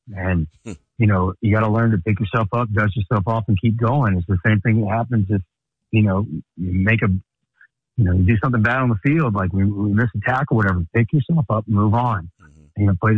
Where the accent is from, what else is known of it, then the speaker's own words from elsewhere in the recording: Georgia, United States; I mean, I'm from Georgia, and I've coached in high school Georgia football for a long time.